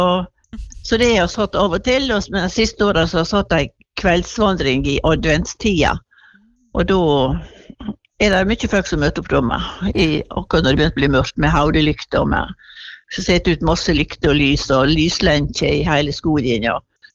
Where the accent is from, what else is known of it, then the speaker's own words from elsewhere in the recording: Netherlands; now in Norway; da er jeg fra Nederland.